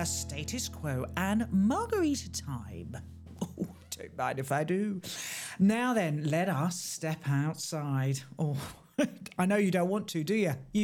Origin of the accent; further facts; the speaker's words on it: Old Windsor, South East England, United Kingdom; moved away; Let's check out my hometown. Not Escap there, the one before. Ola Windsor.